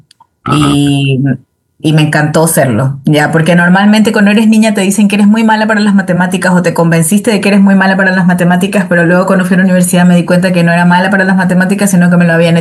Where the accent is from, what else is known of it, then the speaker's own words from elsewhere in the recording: Guayaquil, Guayas, Ecuador; yo tuve la fortuna de poder crecer frente al río. Inclusive ya más grande teníamos una casa que daba también al río ya en la ciudad, en la parte urbana, pero que se asomaba el gran río Guayas justo a esas casas